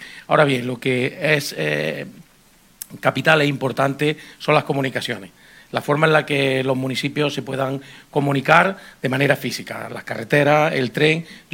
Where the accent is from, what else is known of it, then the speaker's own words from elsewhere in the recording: Marmolejo, Andalusia, Spain; Marmolejo, en el caso de mi pueblo, es un sitio donde hay oportunidades en todos los sentidos